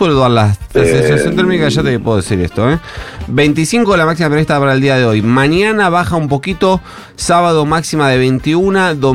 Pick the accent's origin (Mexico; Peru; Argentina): Argentina; 47 millones como somos en Argentina